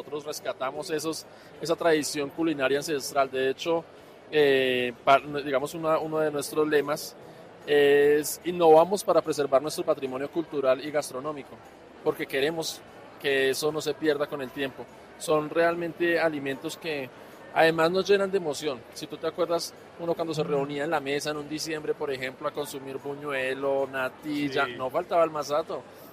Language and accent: Spanish; Bogotá, Colombia; born there; pero yo soy nacido aquí en Bogotá, amo Bogotá.